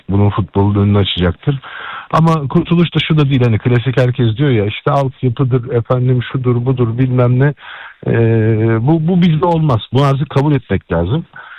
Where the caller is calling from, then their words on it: Istanbul, Turkey; İstanbul'dan arıyorum.